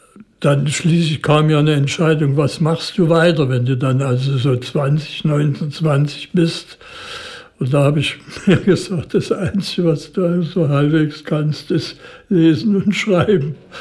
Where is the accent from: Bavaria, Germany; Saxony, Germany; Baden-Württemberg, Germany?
Saxony, Germany; Dresden; Und zu Maler ging man als Dresdner vielleicht nicht so häufig als zu Mozart.